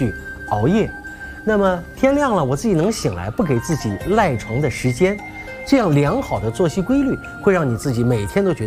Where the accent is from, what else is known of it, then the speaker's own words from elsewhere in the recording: Northwest China, China; 我们从小在西北农村过夏天的时候，用艾草绳要熏蚊子